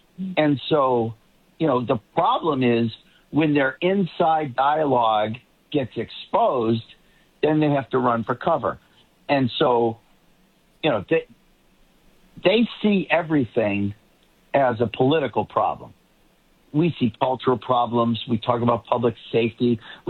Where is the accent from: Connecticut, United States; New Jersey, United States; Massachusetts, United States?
Massachusetts, United States; Boston; accent: Boston; Now, I'm a little sensitive to it because, as you know, Mark, I've lost my accent. A lot of people ask me, where are you from? I can't really tell.